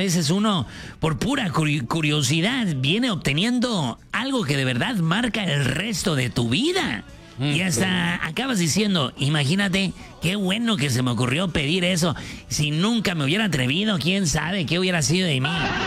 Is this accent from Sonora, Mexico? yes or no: yes; Ciudad Obregón, Sonora, Mexico; also born or lived in Mexico City; Yo soy de Sonora, de Obregón, Sonora, para los que no saben.